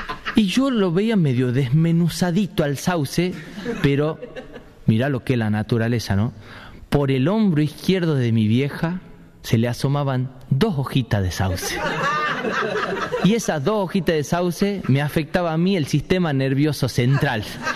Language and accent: Spanish; Tucumán, Argentina; tengo padres sanjuaninos, soy tucumano y son muy diferentes, son culturas diferentes porque el tucumano tiene como una cultura propia.